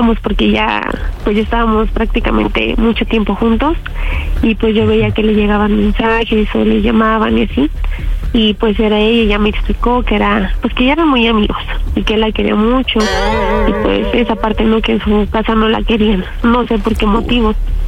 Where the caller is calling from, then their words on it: Mexico City, Mexico; Tengo 35 años y soy de Iztapalapa.